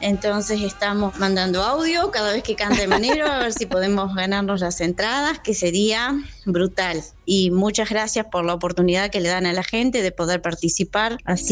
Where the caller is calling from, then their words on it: Melo, Cerro Largo, Uruguay; Te hablo de Melo, Cerro Largo.